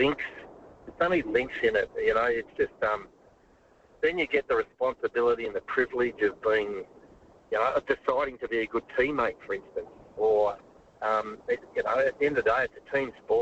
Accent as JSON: {"language": "English", "town": "Lindisfarne", "region": "Tasmania", "country": "Australia", "tie": "born or raised there", "said": "I just wanted to go back and remember, you know, growing up in Lindisfarne and footy and how it all happened."}